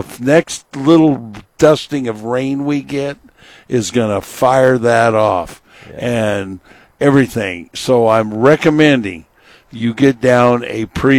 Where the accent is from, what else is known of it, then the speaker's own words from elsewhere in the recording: Bishop, California, United States; When I was growing up in Bishop, where we were in the mountains